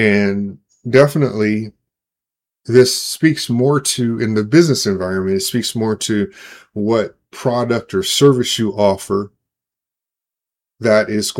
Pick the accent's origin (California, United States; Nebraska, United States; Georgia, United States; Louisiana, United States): Nebraska, United States; Omaha; now in Denver, United States; but he's also working in Omaha, Nebraska, which happens to be my hometown.